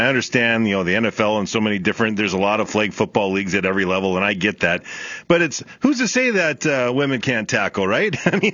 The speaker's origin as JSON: {"language": "English", "town": "Barnesville", "region": "Minnesota", "country": "United States", "tie": "born or raised there", "said": "Connor Lewis is with us, a Barnesville native, my hometown."}